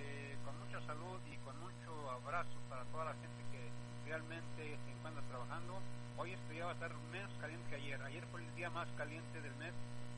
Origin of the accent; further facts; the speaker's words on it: Jalisco, Mexico; Pero yo soy de Los Altos, soy altopeño.